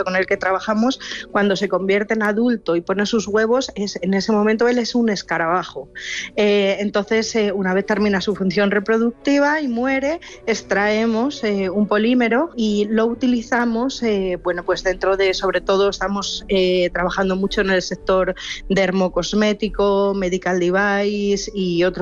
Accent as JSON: {"language": "Spanish", "town": "Salamanca", "region": "Castile and León", "country": "Spain", "said": "nosotros estamos muy orgullosos también como salmantinos, porque somos salmantinos"}